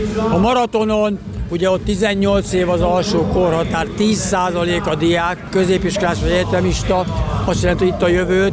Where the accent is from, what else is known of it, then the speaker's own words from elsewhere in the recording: Hungary; Mert azt gondolom, hogy magyarok vagyunk.